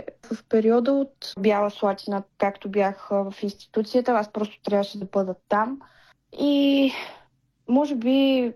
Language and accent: Bulgarian; Pleven, Pleven Province, Bulgaria; се прибрах по моя роден край, а именно в Плевен.